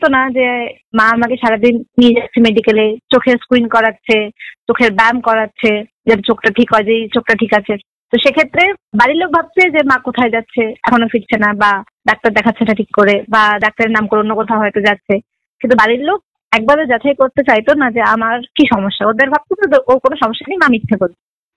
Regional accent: Panihati, West Bengal, India; born there; also born or lived in Kolkata; আমার বাড়ি হচ্ছে সত্যপুর পানিহাটি। যখন আমি জন্মগ্রহণ করেছিলাম তখন আমার বাড়ি ওটা ছিল, ফ্যামিলি ছিল জয়েন্ট ফ্যামিলি।

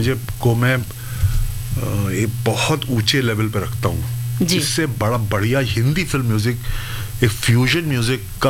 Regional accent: Uttarakhand, India; वैसे तो मैं हूँ उत्तराखंड का, हम लोग पहाड़ के रहने वाले, तो तब तो उत्तराखंड तो 2000 में बना, उसके पहले तो यूपी का ही पार्ट था सब।

